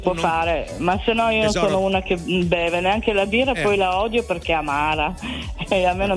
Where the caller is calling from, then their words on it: Turin, Piedmont, Italy; io sono dalle parti mie, vicino a Torino, cioè io sono di Torino